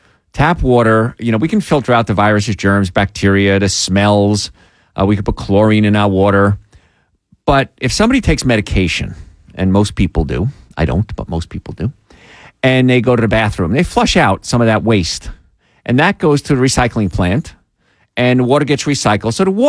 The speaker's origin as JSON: {"language": "English", "region": "Louisiana", "country": "United States", "tie": "born or raised there"}